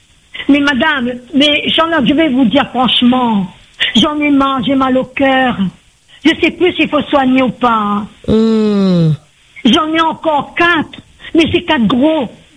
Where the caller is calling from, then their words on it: Le Tampon, Réunion; j'habite au Tampon.